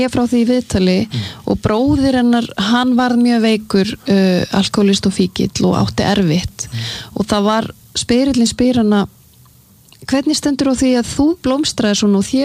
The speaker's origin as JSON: {"language": "Icelandic", "country": "Sweden", "tie": "born or raised there", "said": "ég alinn upp í Svíþjóð alinn upp við að læra tvö tungumálum sama tíma"}